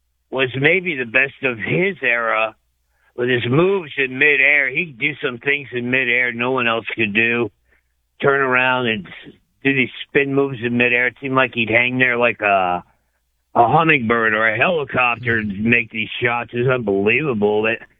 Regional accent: New York, United States; born there; I was born in New York, so I remember Clyde Frazier and Willis Reed

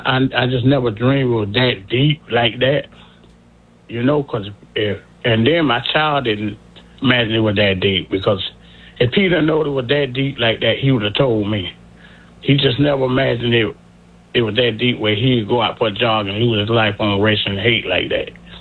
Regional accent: New York, United States; growing up in Brooklyn myself.

